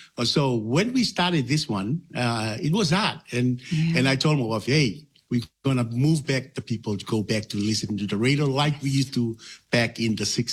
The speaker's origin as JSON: {"language": "English", "country": "Tonga", "tie": "born or raised there", "said": "I grew up in Tonga, and all my life I've been living in Tonga. I never liked to migrate."}